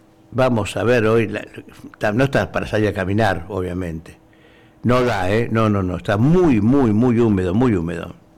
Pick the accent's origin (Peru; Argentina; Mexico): Argentina; Punta Alta, Buenos Aires Province; born there; moved away; cuando era chico, pisando allá en Puerto Belgrano, pisando escarcha.